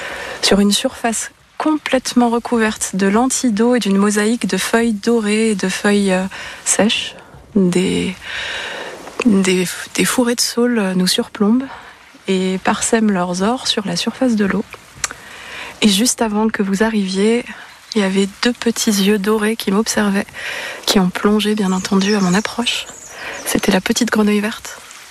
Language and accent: French; Grand Est, France; Et j'ai grandi en Lorraine, dans une région qui est très riche en carrières, en forêts, en milieux assez magiques et insoupçonnés.